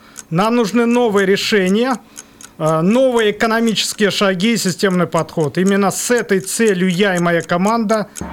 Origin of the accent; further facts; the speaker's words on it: Bryansk, Bryansk Oblast, Russia; Я коренной брянец, я родился в городе Брянске